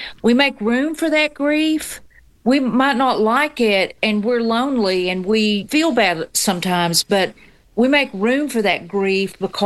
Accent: Knoxville, Tennessee, United States; now in Whitley County, United States; I live here now. I live in Whitley County now. I grew up in Knoxville, Tennessee.

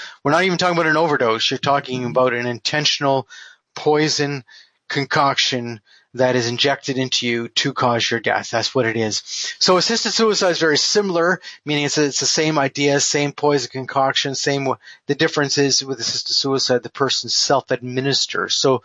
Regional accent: Canada; Well, I'm a Canadian.

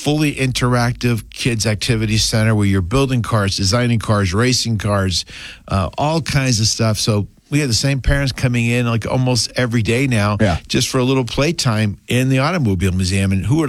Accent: Boston, Massachusetts, United States; moved away; I am from Boston originally.

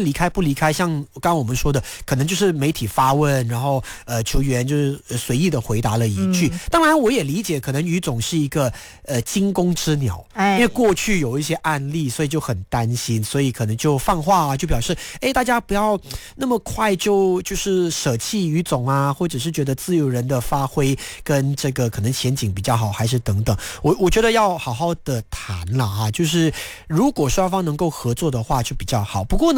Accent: Malaysia

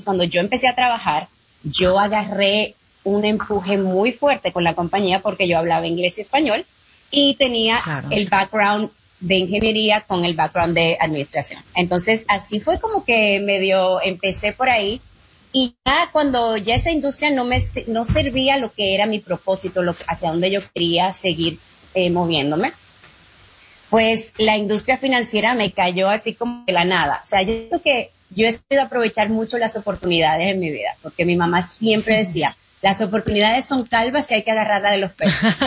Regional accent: Dominican Republic; yo soy latina, que vine de República Dominicana y soy mujer y soy ingeniero

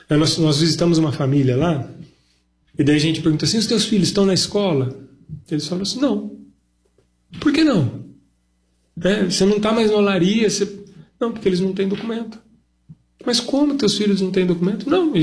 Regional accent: Brazil

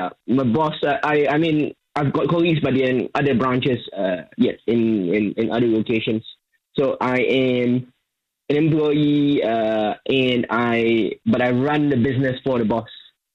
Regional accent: Malaysia; And I think growing up in Malaysia, dropping out of uni

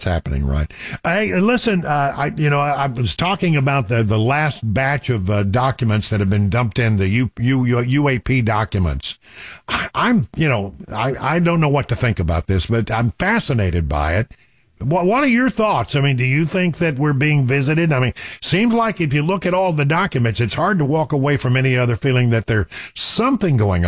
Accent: Odessa, Texas, United States; moved away; my old hometown of Odessa, Midland. I'm from Odessa

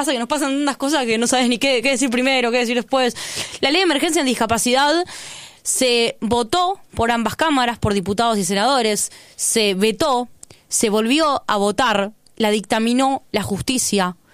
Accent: Moreno, Buenos Aires Province, Argentina; yo soy de Moreno

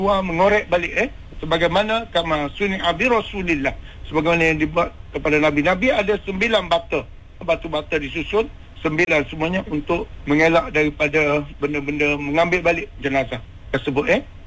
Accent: Kelantan, Malaysia; now in Kuala Lumpur, Malaysia; saya orang Kelantan

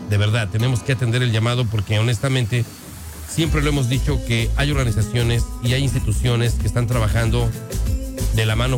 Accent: Mexico; now in United States; la población mexicana que estamos radicando acá en los Estados Unidos.

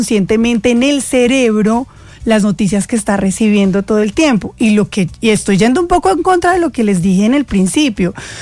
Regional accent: Colombia; nosotros, como colombiana

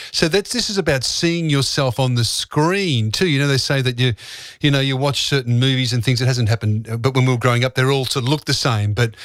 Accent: Australia; Then you think, well, I'm an Aussie

